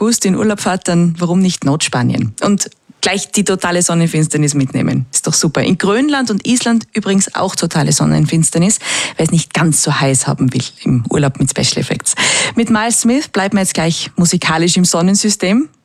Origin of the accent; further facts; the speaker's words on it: Vorarlberg, Austria; Dieses Mal bei uns in Vorarlberg in Österreich nur partiell zu sehen